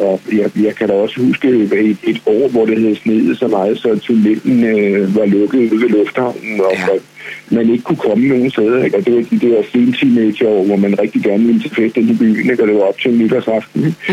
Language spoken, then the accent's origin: Danish; Dragør, Capital Region of Denmark, Denmark; now in Copenhagen, Denmark; på trods af, at jeg voksede op i Dragør og boede på Aarhus og Brogade, så har jeg levet det meste af mit voksne i den indre by i København.